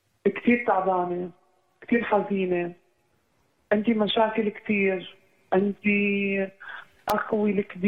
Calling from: Palestine; من فلسطين.

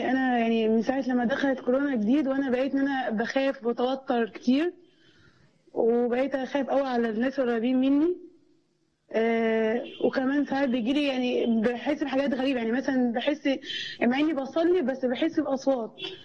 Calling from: Cairo, Cairo Governorate, Egypt; راديو ابونا من القاهرة.

